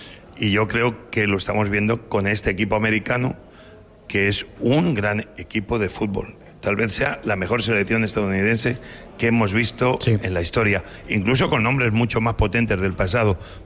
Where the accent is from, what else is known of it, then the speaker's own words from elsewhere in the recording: Asturias, Spain; soy asturiano del Barça